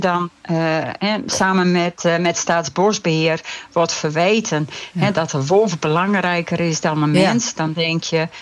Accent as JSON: {"language": "Dutch", "region": "Friesland", "country": "Netherlands", "said": "Hey, ik ben zelf een Fries, bij ons in het dorp en gebeurt dat ook."}